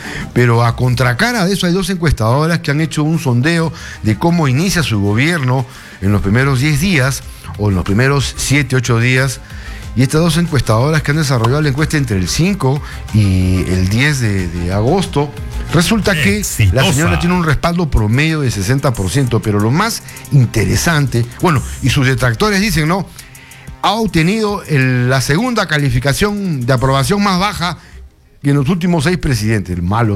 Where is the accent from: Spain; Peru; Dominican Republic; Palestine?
Peru; Y lo más grave, porque así somos los peruanos, así es el ser humano, van a querer resultados.